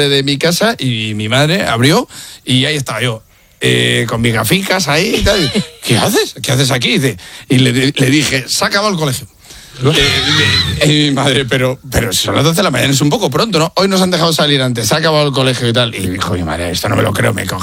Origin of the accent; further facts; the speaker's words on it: Casasola de Arión, Castile and León, Spain; yo iba a la escuela en mi pueblo, Casasola de Arión, y era un pueblo pequeño, ¿no?